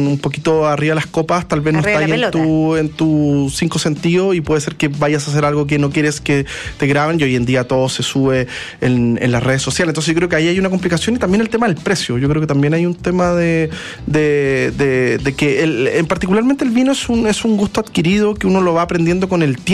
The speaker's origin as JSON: {"language": "Spanish", "country": "Chile", "said": "un embajador de nuestro país, y tenemos que sentirnos todos los chilenos"}